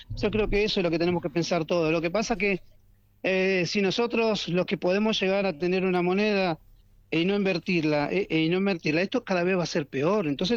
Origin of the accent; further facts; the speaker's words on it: Argentina; Porque creo en mi Argentina, Marcelo, porque soy argentino, porque me emociona ver a mi bandera